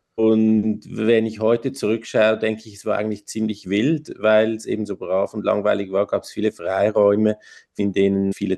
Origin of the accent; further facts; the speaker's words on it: Switzerland; born there; Ich bin in der Schweiz geboren und meine Eltern sind auch in der Schweiz geboren. Wir sind aber jüdisch